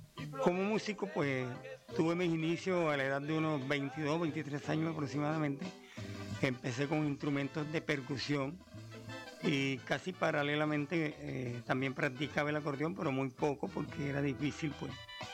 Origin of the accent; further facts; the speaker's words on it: Tierralta, Córdoba, Colombia; born there; yo soy exactamente de una vereda llamada Carrizola, perteneciente a ese famoso corregimiento